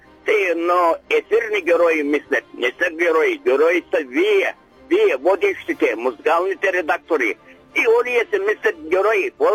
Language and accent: Bulgarian; Dulovo, Silistra Province, Bulgaria; от Дулово.